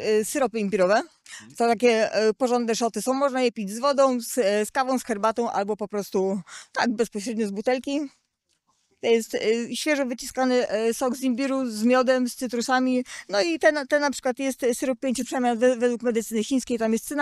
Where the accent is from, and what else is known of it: Kościelec, Greater Poland Voivodeship, Poland